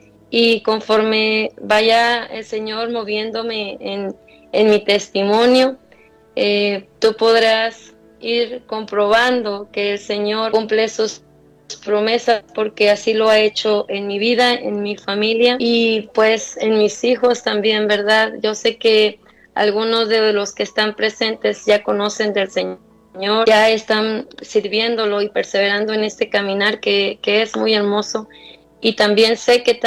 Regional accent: Mexico City, Mexico; now in Houston, United States; de aquí de Houston, Texas. Vivo aquí, pero soy de México, Distrito Federal, Iztapalapa para ser exactos. Mi papá es de un estado de México, mi mamá es de Iztapalapa, Ciudad de México.

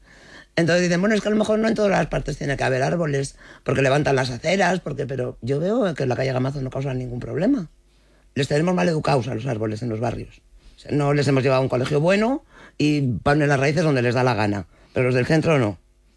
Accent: Castile and León, Spain; aunque somos castellanos y celebramos Villalar.

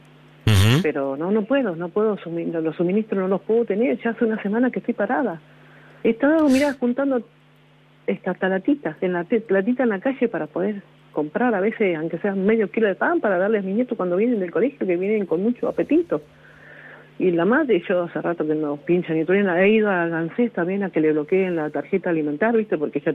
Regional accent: Garín, Buenos Aires Province, Argentina; Sí, acá de Garín.

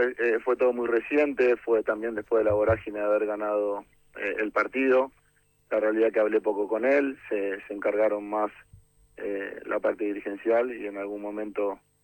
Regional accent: Argentina; es algo que teníamos nosotros como argentinos

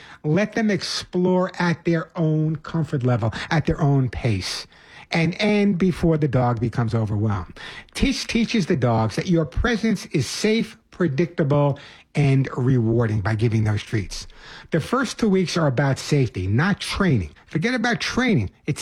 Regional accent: New York City, New York, United States; When I was growing up in the Bronx

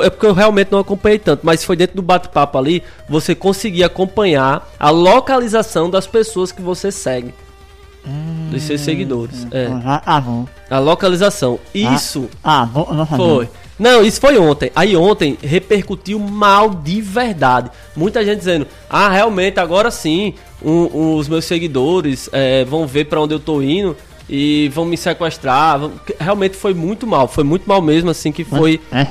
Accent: Brazil

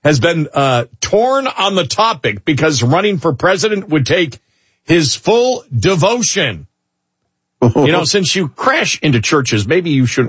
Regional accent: Buffalo, New York, United States; accent: Buffalo

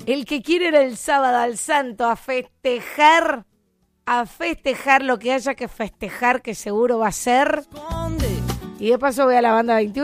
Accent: Argentina; Hoy somos todos Argentina

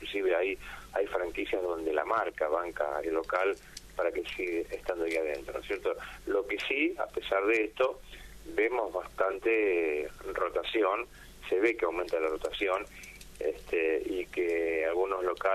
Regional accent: Moreno, Buenos Aires Province, Argentina; yo soy de provincia de Buenos Aires, de Moreno.

